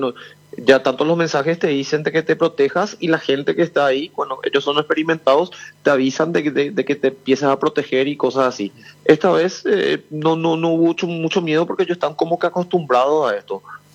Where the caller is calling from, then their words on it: Paraguay; Somos 4 paraguayos en un grupo de 18 personas, estamos entre 4 paraguayos.